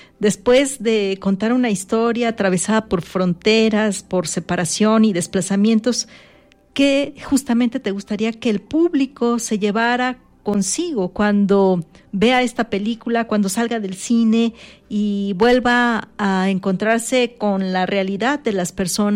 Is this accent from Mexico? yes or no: yes; Mexico